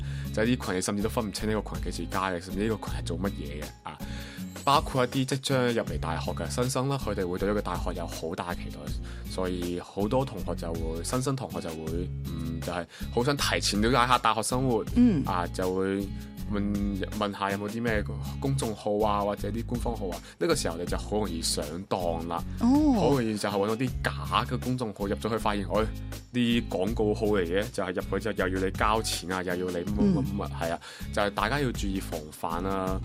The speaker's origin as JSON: {"language": "Cantonese", "country": "Macau", "said": "大家好，"}